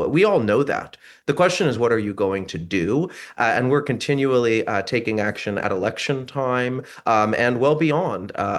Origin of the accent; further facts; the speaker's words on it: Miami, Florida, United States; I'm from Miami.